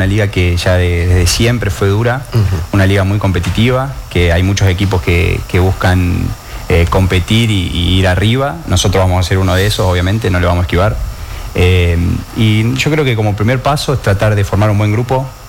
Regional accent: Villa Mercedes, San Luis, Argentina; born there; now in San Francisco, Argentina; Nacido en Villa Mercedes, San Luis, pero estoy radicado en San Francisco hace como 13, 14 años. Así que yo siempre digo que soy de San Francisco.

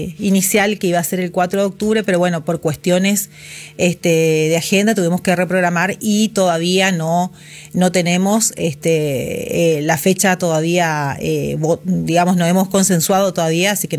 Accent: Corrientes, Argentina; Yo soy correntina. Soy correntina, así que yo siempre digo más correntina que el yacaré.

